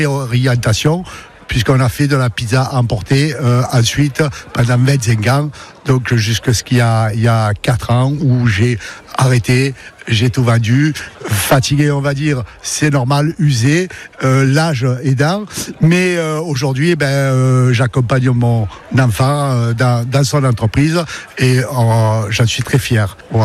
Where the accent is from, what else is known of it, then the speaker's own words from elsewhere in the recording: La Ciotat, Provence-Alpes-Côte d'Azur, France; Je suis né à La Ciotat, de famille ciotadienne, surtout du côté de ma grand-mère maternelle, depuis plusieurs générations